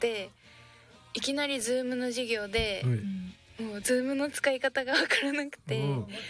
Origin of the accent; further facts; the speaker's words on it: Fukuoka, Japan; moved away as an adult; now in Kagoshima, Japan; 私は福岡県出身で、はい、小学校も中学校も高校も全部市内のに通ってました。